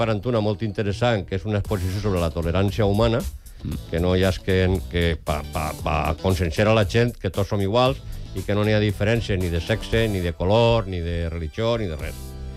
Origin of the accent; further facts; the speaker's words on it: Valencian Community, Spain; born there; also born or lived in Jaén, Spain; Jo no soc nascut així en València, jo soc nascut en Jaén